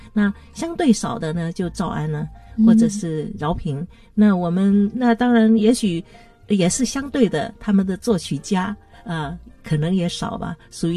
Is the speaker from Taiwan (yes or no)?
yes; Taiwan; accent: Hailu Hakka; 门前五通两张哦，啊，绕绕白白雷重构，这是我的海陆腔，对不对？